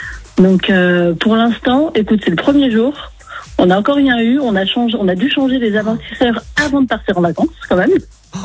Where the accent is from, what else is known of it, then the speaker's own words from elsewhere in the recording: French Polynesia; now in Vichy area, France; Et donc moi, j'étais à Tahiti. Enfin, je suis née, j'ai grandi à Tahiti.